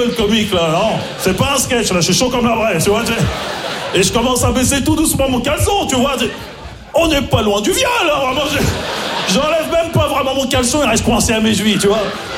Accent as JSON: {"language": "French", "town": "Maisons-Alfort", "region": "Île-de-France", "country": "France", "tie": "born or raised there", "said": "parce que j'ai grandi à Maison Alfort en plus, tu vois, dans le 9-4"}